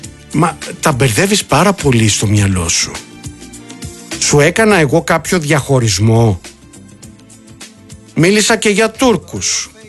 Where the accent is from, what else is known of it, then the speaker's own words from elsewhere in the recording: Molaoi, Peloponnese, Greece; αλήθεια που λέμε και στο χωριό μου, το λέμε και εμένα και εμείς στο χωριό μου και στους Μολάους το λέμε το by the book